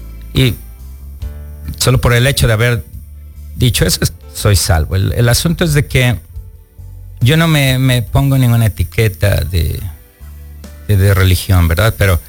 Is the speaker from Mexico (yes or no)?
yes; Mexico; now in Miami, United States; yo me crié en México